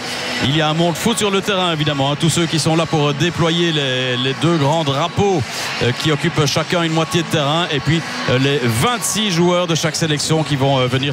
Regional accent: Belgium

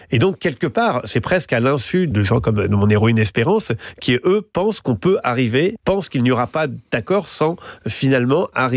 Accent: France; je veux croire que je suis français

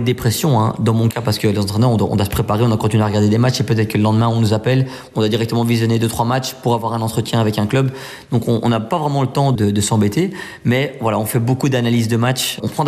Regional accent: Belgium; Belgique, c'est mon pays. J'y suis né, j'ai vécu toute ma vie. Je suis belge, 100%. Mais mes origines sont espagnoles et italiennes.

